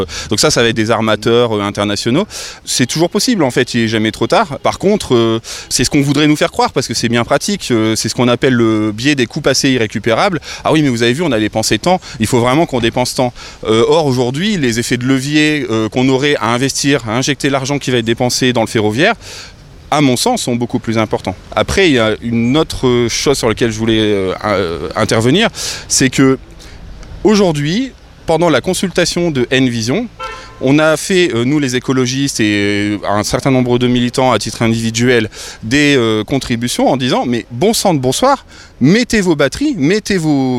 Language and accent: French; Oisille-le-Verger, Hauts-de-France, France; also born or lived in Douai; je suis né à Douai, mais j'ai fait de 6 ans à 22 ans à Oisille-le-Verger, j'ai habité ici, donc je connais bien, c'est ma coin, comme on dit.